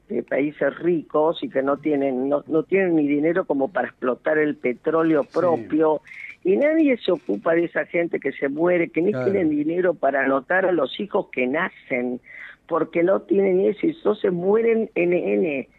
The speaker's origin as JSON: {"language": "Spanish", "country": "Argentina", "said": "damos pruebas de que somos argentinos, que amamos, yo he recorrido mi país, lo amo"}